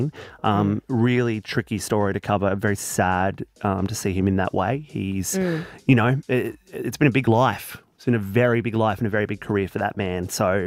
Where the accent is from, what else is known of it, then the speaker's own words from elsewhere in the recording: New South Wales, Australia; Where I grew up on the Central Coast, Crown Plaza Terrigal. It was the jewel in the crown. It's the biggest hotel on the Central Coast.